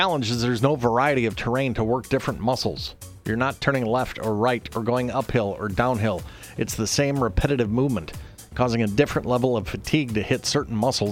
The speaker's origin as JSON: {"language": "English", "region": "California", "country": "United States", "tie": "born or raised there", "said": "as a kid growing up in California"}